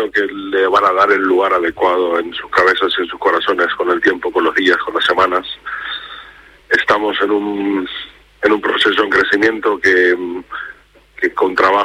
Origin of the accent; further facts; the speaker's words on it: Argentina; y creo que como argentino lo he disfrutado, pero vamos, con todo mi corazón.